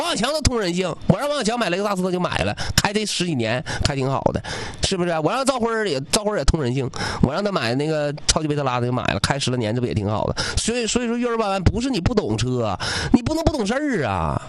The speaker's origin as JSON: {"language": "Chinese", "region": "Northeast China", "country": "China", "said": "广东有一个月冬天特冷，还行吧？作为东北人，十几度冷吗？我觉得还可以啊。"}